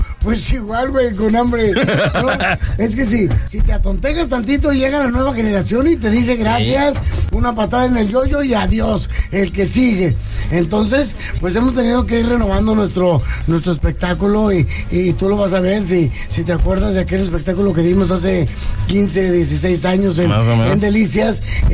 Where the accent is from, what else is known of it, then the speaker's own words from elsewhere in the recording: Chile; Oye, muy contento de estar pisando mi tierra